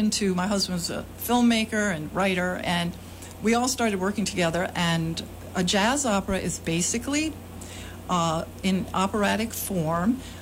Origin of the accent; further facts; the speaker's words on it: United States; moved away as an adult; I'm an American, I'm a dancer